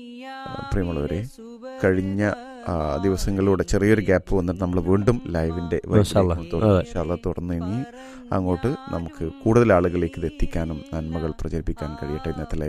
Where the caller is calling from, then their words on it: Chikkilode, Kerala, India; ചിക്കിലോട് കോഴിക്കോട്, കോഴിക്കോട് എന്നാണ്.